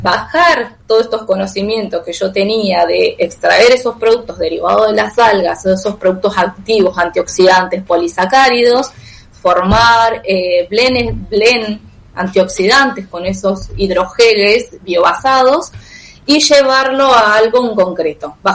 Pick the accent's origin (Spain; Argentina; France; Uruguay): Argentina; esa resiliencia que tenemos como argentinos